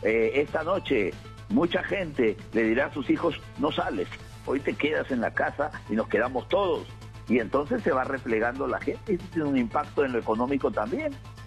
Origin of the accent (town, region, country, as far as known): Peru